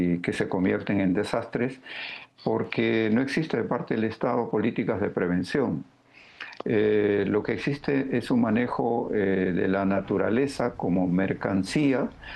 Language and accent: Spanish; Peru; le hablo como peruano.